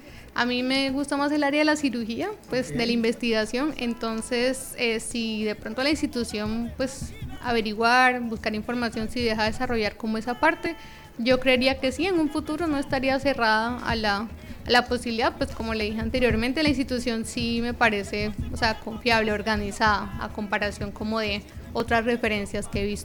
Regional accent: Bogotá, Colombia

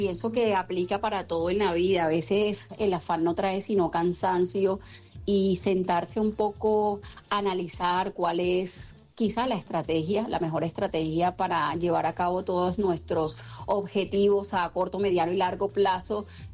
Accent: Caribbean Region, Colombia

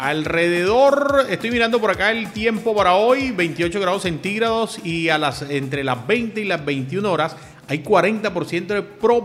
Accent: Colombia; Claro que sí, soy hincha fiel de Junior. También sí. De nuestra Selección Colombia, claro está.

